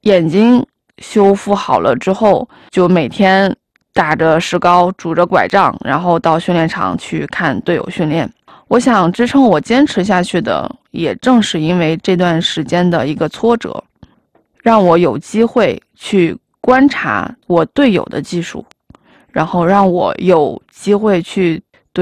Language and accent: Chinese; Tianjin, China; 其实我从小就在天津长大